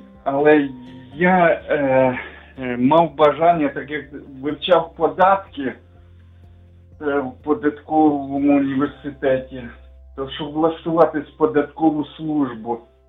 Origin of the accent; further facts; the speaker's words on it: Kyiv Oblast, Ukraine; also born or lived in Irpin; Я сам виріс в селі Київської області, Кагарлицький район був, зараз Обухівський, і там дуже мало віруючих.